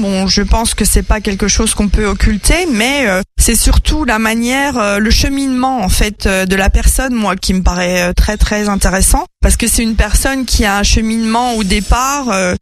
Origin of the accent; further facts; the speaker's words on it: Dijon, Bourgogne-Franche-Comté, France; je peux me considérer comme dijonnaise vu que je suis née à Dijon et que je vis depuis ici depuis assez longtemps